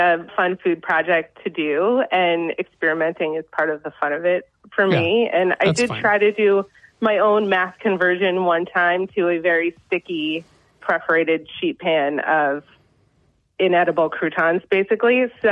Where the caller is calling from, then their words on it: Winter Garden, Florida, United States; Winter Garden, Florida.